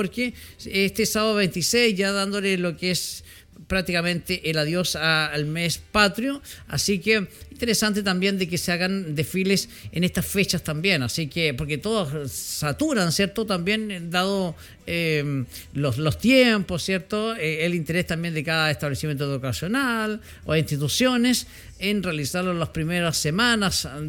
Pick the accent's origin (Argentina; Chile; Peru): Chile; cuando septiembre llega, todos somos rotos chilenos.